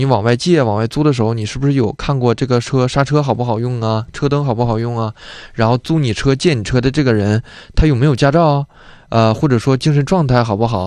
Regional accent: Northeast China, China

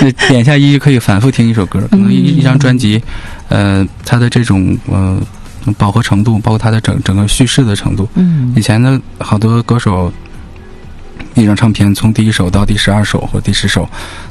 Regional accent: Northeast China, China; 我们东北人讲话就是半截的

